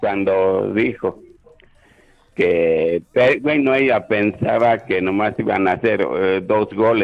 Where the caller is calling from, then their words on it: Cosío, Aguascalientes, Mexico; rodeo de Cocío, Aguascalientes.